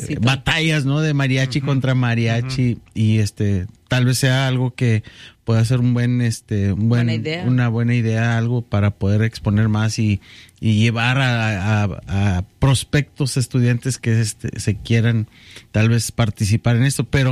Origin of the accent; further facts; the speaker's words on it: Texas, United States; De donde yo soy del estado de Texas, del sur del estado de Texas.